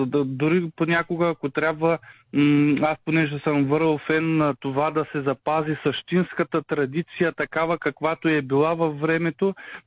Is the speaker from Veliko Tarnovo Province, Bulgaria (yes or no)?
yes; Pisarevo, Veliko Tarnovo Province, Bulgaria; Моето родно село е само на 4 км от Долна Оряховица, казва се Писарево, едно от всъщност старите селища в региона